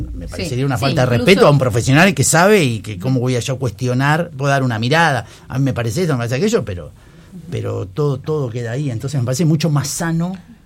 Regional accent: Tierra del Fuego, Argentina; cómo somos como fueguinos.

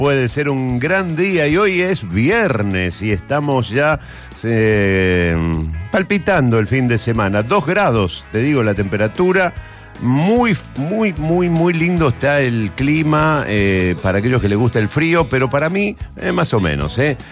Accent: Argentina

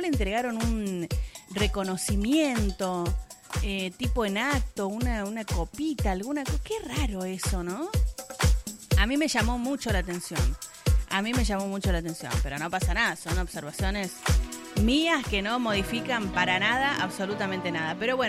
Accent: Argentina; Primero, como argentina

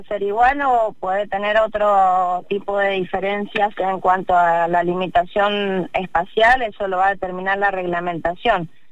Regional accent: Tupungato, Mendoza, Argentina; yo vengo de Tupungato

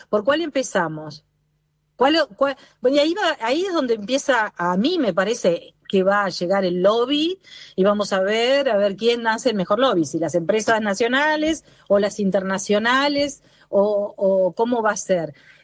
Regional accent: Argentina

